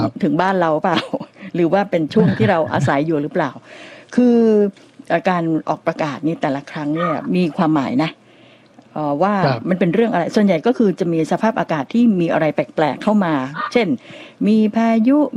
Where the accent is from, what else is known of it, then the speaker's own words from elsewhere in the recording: Bangkok, Thailand; ก็สำหรับเราชาวกรุงเทพมหานครคนเดินดินกินข้าวแกงนี่น้อยนักที่จะไม่เคยนั่งรถเมล์หรือว่ารถขอสมกนะ